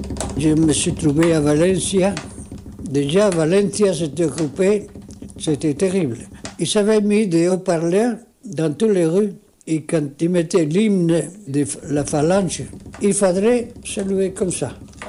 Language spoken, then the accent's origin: French; Tetouan, Tanger-Tetouan-Al Hoceima, Morocco; moved away as an adult; si je retourne chez moi, à Tétouan